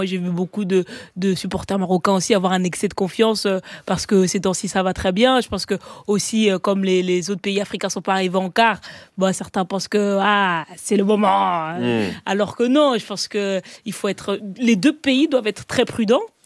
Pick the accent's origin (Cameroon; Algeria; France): Cameroon; Après, tu sais, je suis camerounaise